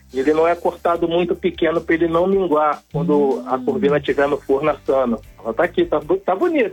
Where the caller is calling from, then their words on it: São João de Meriti, Rio de Janeiro, Brazil; Em São João de Meriti, bairro Vila Rosalie.